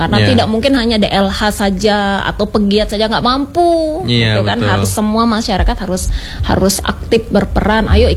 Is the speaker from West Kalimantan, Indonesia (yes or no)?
yes; Pontianak, West Kalimantan, Indonesia; Dulu parit-parit Alianyang itu, saya kecilnya di Alianyang.